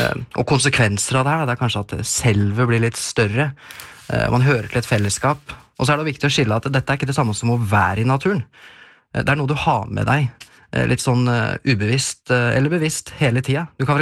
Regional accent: Løten, Innlandet, Norway; Ja, jeg har jo vokst opp i Mjøsperiferien, kan du kanskje kalle det. Jeg kom fra Løten, så det jo rett øst for... Rett øst for Mjøsa.

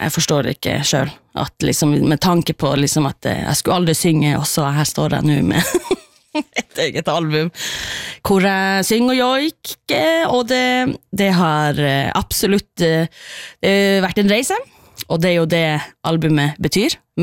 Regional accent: Karasjok, Finnmark, Norway; jeg vokste opp i Karasjok, og selvfølgelig, alle på barneskolen er jo, liksom, skal jo joike en eller annen gang i løpet av livet.

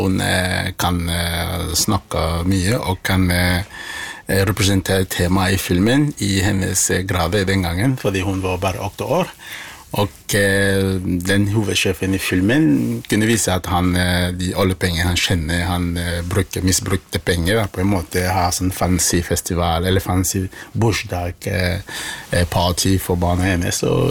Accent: Limbe, Southwest Region, Cameroon; now in Halden, Norway; Jeg er opprinnelig fra Kamerun.

